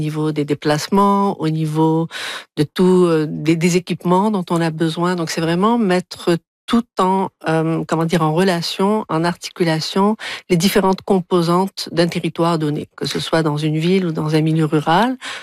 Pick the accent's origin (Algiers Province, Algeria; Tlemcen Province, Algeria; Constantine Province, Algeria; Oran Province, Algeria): Algiers Province, Algeria; Algiers; Donc, je voyais, il y avait une ligne d'horizon. Et donc, moi, je suis vraiment natif d'Alger.